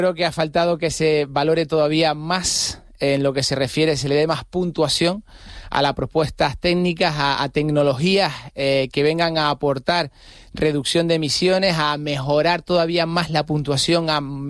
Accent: La Palma, Canary Islands, Spain; en La Palma, mi isla

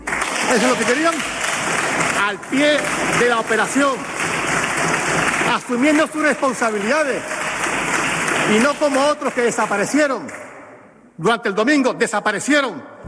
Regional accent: Canary Islands, Spain; me siento orgulloso de ser canario.

